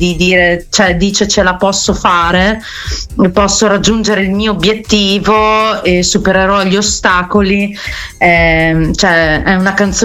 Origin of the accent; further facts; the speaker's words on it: Castellarano, Emilia-Romagna, Italy; Io sono di Castellarano, provincia di Reggio Emilia.